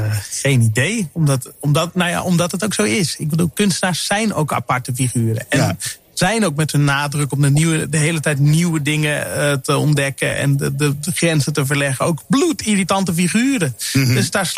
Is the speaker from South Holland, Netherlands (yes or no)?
no; Sneek, Friesland, Netherlands; Ik groeide op in Sneek, hè.